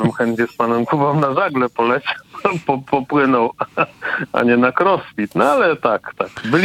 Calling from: Pobierowo, West Pomeranian Voivodeship, Poland

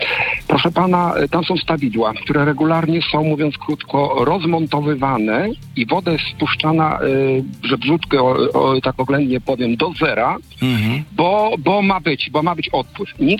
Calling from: Wrocław, Lower Silesian Voivodeship, Poland; Mieszkam we Wrocławiu, w miejscu, gdzie przepływa rzeka Bidawa

